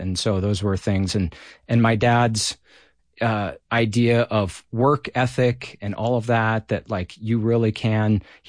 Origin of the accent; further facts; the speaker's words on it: Billings, Montana, United States; also born or lived in Nebraska; I grew up in Billings, Montana, you know, the metropolis of the Big Sky State.